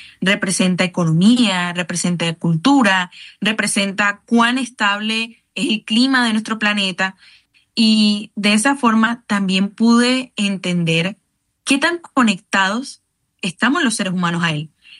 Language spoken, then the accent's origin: Spanish; Barranquilla, Atlántico, Colombia; Yo evidentemente soy barranquillera, yo crecí entendiendo que el Caribe no es simplemente un paisaje, un lugar donde yo iba de vez en cuando por vacaciones, sino que también es una casa, es nuestra casa.